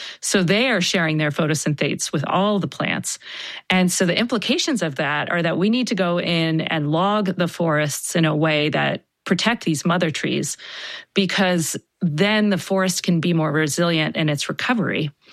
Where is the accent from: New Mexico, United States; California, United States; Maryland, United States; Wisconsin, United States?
Maryland, United States; Baltimore